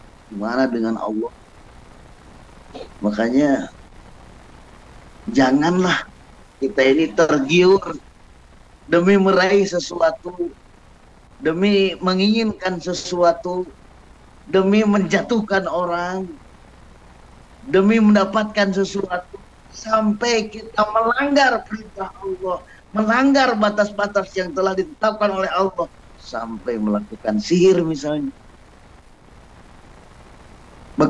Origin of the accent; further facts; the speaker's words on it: Bandung, West Java, Indonesia; kita orang Bandung ini penuh kekhawatiran.